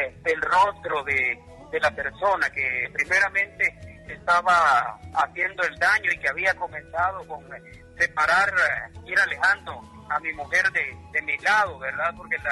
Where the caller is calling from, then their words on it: San Marcos, Guatemala; San Marcos, estoy llamando.